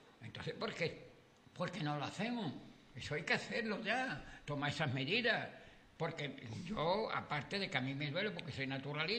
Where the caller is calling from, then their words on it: Sanlúcar de Barrameda, Andalusia, Spain; yo soy de San Luque